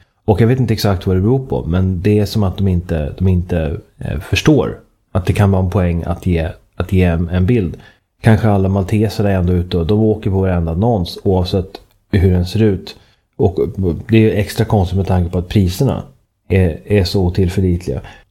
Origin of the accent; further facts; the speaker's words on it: Sweden; now in Malta; Som svensk så blir man chockad när man kommer hit